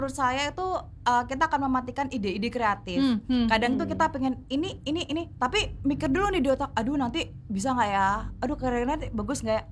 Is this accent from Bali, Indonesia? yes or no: yes; Bali, Indonesia; now in Surabaya, Indonesia; Saya lahir di Surabaya, tapi besarnya di Bali.